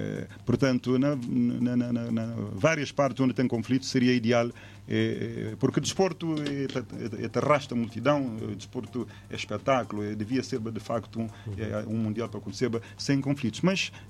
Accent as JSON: {"language": "Portuguese", "country": "Cape Verde", "said": "nós tudo como cabo-verdiano nós estamos ali com o bem regalido"}